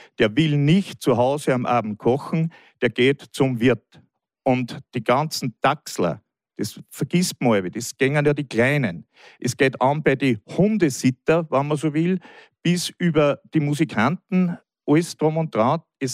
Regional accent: Altmünster, Upper Austria, Austria; moved away as an adult; now in Going am Wilden Kaiser, Austria; Ich bin aus Altmünster gebürtig, aber natürlich sehr viel mit Gmunden verbunden und bin seit 18 Jahren jetzt im Raum Kitzbühel, genauer gesagt in Going.

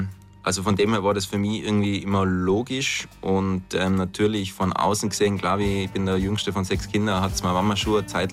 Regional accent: Tyrol, Austria; dass man außerhalb von Tirol immer der Tiroler bleibt. Und in Tirol war man vielleicht gar nicht Tiroler genug ursprünglich.

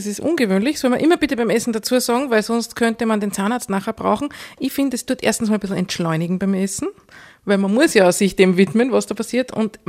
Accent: Upper Austria, Austria; Also ich komme aus dem Traunviertel, also sehr nahe am Mostviertel, genau.

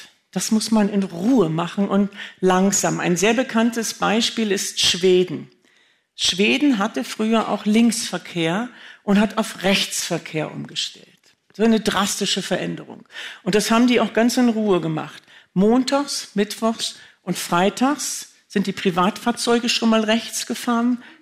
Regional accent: Germany; ich komme ja aus Deutschland

